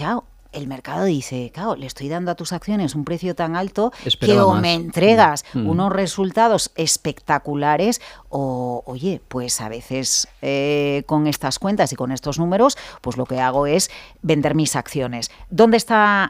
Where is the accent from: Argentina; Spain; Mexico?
Spain; Vigo, Galicia; yo soy de Galicia, Marta, soy de Vigo